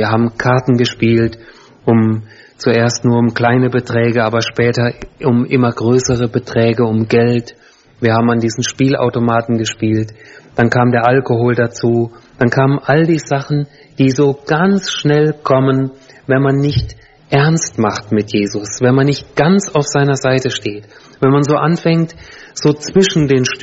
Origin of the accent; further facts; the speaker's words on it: Hesse, Germany; Ich bin in der Nähe von Kassel geboren und aufgewachsen, also in Nordhessen, gar nicht so weit weg von hier.